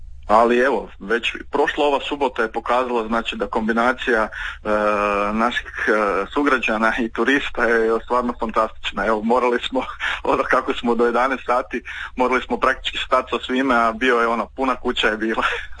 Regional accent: Zadar, Zadar County, Croatia; tu kod nas u Zadru

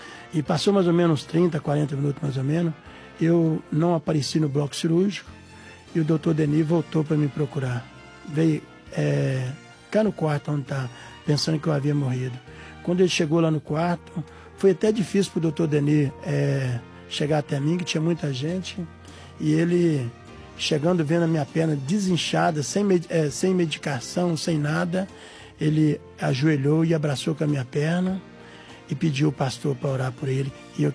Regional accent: Governador Valadares, Minas Gerais, Brazil; now in São Paulo, Brazil; eu sou mineiro, de Governador Valadares, mas atualmente eu estou morando aqui no Brás

